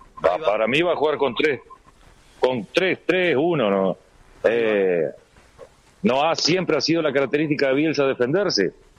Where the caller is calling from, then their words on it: Uruguay; somos uruguayos, ¿no? Sí, somos uruguayos